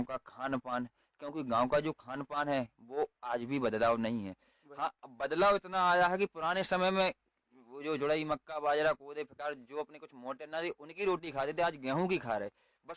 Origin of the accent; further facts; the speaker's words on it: Ladpura, Madhya Pradesh, India; born there; ये जो हमारा गाँव पर्यटन में घोषित हुआ है, पर्यटन विलेज में